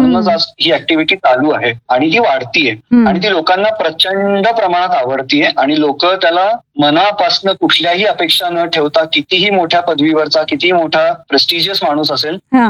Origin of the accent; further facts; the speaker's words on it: Maharashtra, India; पण मी मराठी हे मराठीतनच शिकलो.